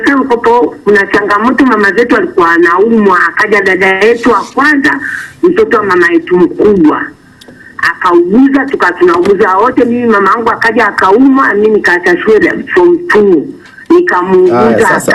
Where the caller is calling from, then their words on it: Dodoma, Tanzania; Natoka Dodoma nipo.